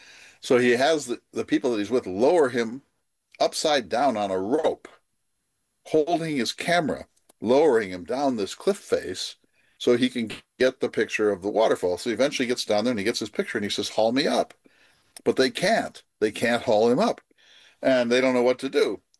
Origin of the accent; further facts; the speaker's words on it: North Dakota, United States; I had a friend in my hometown in North Dakota who suffered grievously from it.